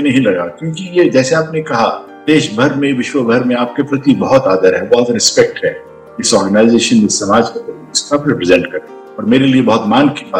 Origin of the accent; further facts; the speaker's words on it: Haryana, India; मेरा जन्म 1955 में हुआ, फरवरी 1955 में। कुरुक्षेत्र के पास एक गांव है, एक कृषि परिवार से बिलोंग करता हूँ, आज भी इनसे जुड़ा हुआ हूँ।